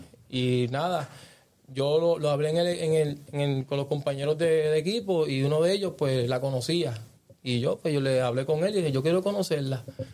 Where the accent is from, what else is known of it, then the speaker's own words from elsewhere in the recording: Caguas, Puerto Rico; soy del pueblo de Cagua, pertenecemos a la iglesia La Trompeta de Jesucristo, que está en el barrio de las Piñas, en Junco.